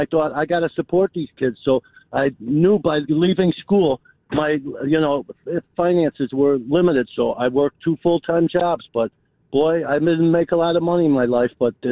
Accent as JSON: {"language": "English", "town": "Chicago", "region": "Illinois", "country": "United States", "tie": "born or raised there", "said": "growing up in Chicago. I lived on the northwest side in Portage Park."}